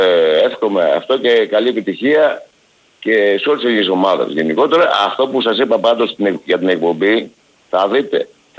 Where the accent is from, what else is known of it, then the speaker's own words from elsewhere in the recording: Aigio, Western Greece, Greece; Με θυμάσαι ποιος είμαι εγώ από το Αίγιο, έτσι?